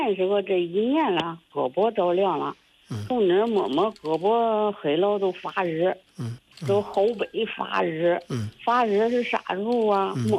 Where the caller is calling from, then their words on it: Liaocheng, Shandong, China; 我是山东聊城的。